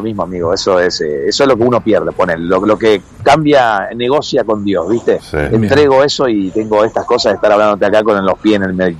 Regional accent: Santa Fe, Argentina; moved away as an adult; now in Spain; estoy haciendo stream, ya lo vengo haciendo desde Argentina.

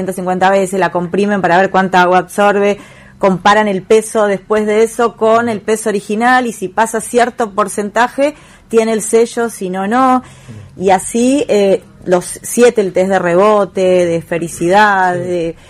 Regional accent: Ceres, Santa Fe, Argentina; yo soy de Ceres

